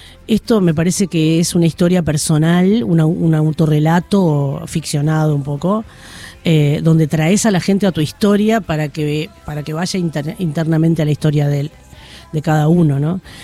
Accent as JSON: {"language": "Spanish", "country": "Uruguay", "said": "Ya que soy uruguaya"}